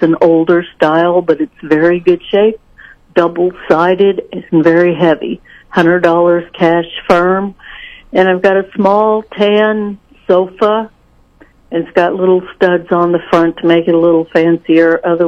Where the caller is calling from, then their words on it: Sedalia, Missouri, United States; Sedalia, Missouri.